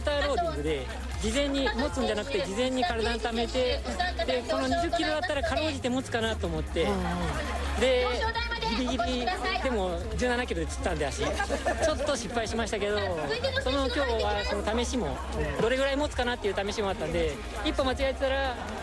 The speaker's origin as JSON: {"language": "Japanese", "town": "Okazaki", "region": "Aichi", "country": "Japan", "tie": "born or raised there", "said": "いや、僕岡崎出身ここなんで、うん、はい、ここが好きなんで"}